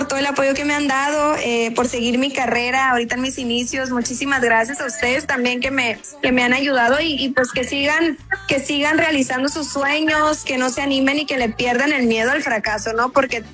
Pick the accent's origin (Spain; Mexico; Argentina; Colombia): Mexico; Mexicali, Baja California; Esta mi tierra natal.